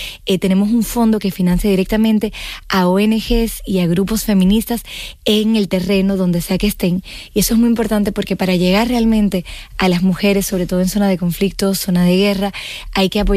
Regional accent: Dominican Republic; first language es; also born or lived in Madrid, Spain; La verdad es que soy franco-dominicana. Y de hecho crecí en el Caribe. Mi mamá es dominicana y viví en Madrid hasta hace poco, y me siento muy española.

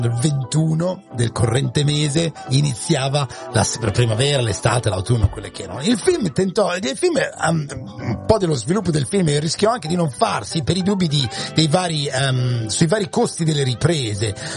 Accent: Emilia-Romagna, Italy; come era magari negli anni 90 Riccione delle mie parti

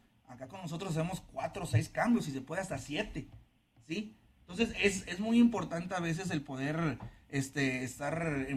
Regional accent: Monterrey, Nuevo León, Mexico; Yo recuerdo cuando estaba niño, jugar a las 11 de la mañana, a las 12, a las 2, a las 4, a diferente horario aquí en Monterrey.

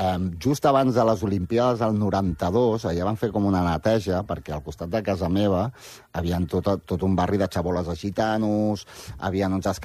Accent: Barcelona, Catalonia, Spain; also born or lived in Figueres; M'he criat a Barna, sí, sí.

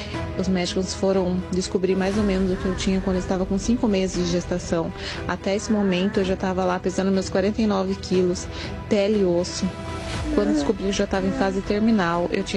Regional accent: Sorocaba, São Paulo, Brazil; eu sou de Sorocaba.

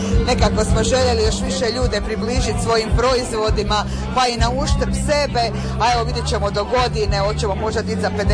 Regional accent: Slavonia, Croatia; now in Pelješac, Croatia; Pa evo, ja sam inače Slavonka, mi 11 godina živimo na Pelješcu, jer je suprug enolog i njegov posao nas je dovezao.

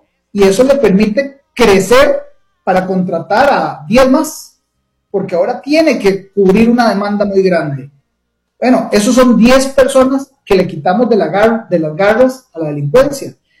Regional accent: Costa Rica; yo como costarricense, como consumidor

